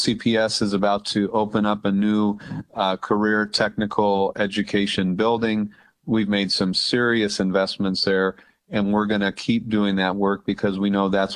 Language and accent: English; New Mexico, United States; I know from growing up in New Mexico